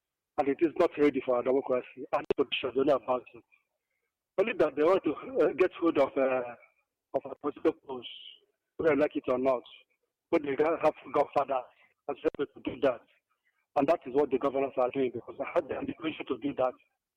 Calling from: Nigeria; And I come from Ubunka

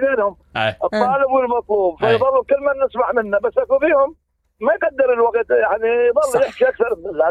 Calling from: Karbala, Karbala Governorate, Iraq; من كربلاء.

